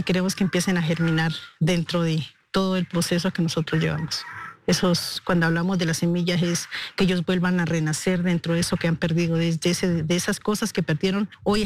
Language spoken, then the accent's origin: Spanish; Cauca, Colombia; Nosotros somos indígenas nazas del Cauca